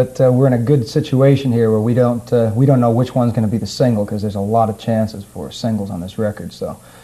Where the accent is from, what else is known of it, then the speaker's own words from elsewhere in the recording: Oakland, California, United States; We're all born and raised in Oakland.